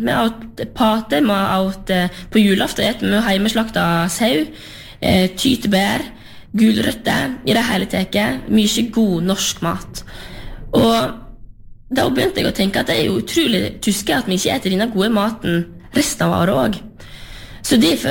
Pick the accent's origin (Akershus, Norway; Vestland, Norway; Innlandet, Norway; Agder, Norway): Vestland, Norway; som jeg kommer jo selv ifra Lerigard på Sørheim, og jeg ser hva store ringvirkninger landbruket har i et lokalsamfunn, eller mange av de lokalsamfunnene som jeg har i Lustra